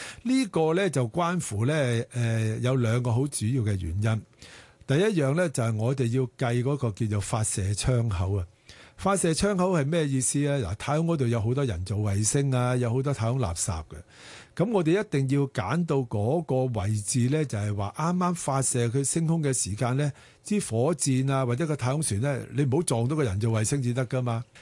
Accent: Hong Kong; 我哋香港人

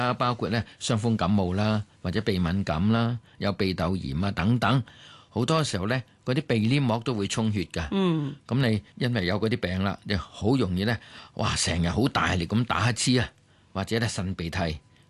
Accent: Guangdong, China; 我廣東人叫流鼻血啦。

